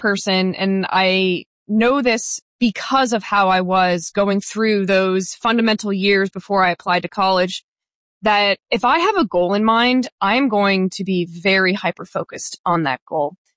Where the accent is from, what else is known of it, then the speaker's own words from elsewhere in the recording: New Jersey, United States; you know, we grew up in New Jersey, only an hour away from the academy.